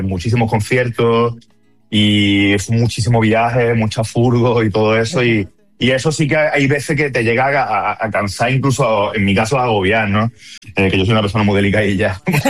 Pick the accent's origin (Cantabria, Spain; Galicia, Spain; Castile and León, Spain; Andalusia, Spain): Andalusia, Spain; Málaga